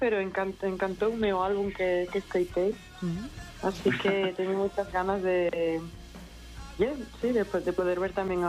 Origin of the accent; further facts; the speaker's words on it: Galicia, Spain; Galician is a second language; also born or lived in London; now in Madrid, Spain; anda que eu son galega, pero hace muchísimos años que vivo en Madrid y he vivido en Londres, entonces o meu galego como que non é a miña primeira lingua para nada.